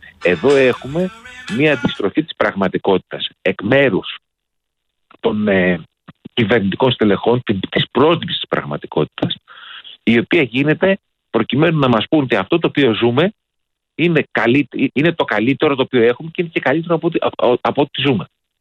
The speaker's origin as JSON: {"language": "Greek", "town": "Patras", "region": "Western Greece", "country": "Greece", "said": "Εδώ. Πάτρα."}